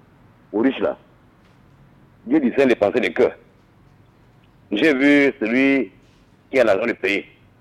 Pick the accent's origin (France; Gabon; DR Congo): Gabon; Bélinga, Ogooué-Ivindo; moved away; C'est là-bas où j'ai grandi, à Belinga.